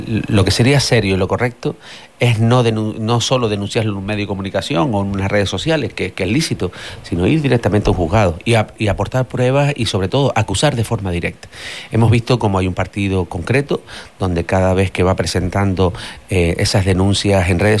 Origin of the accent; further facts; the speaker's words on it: La Matilla, Canary Islands, Spain; yo soy de La Matilla